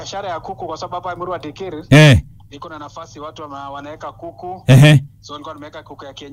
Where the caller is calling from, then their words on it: Kilgoris, Narok County, Kenya; Niko pande ya Kilgoris County ya Narok.